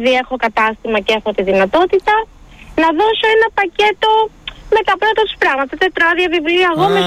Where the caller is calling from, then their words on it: Argos, Peloponnese, Greece; από Άργος.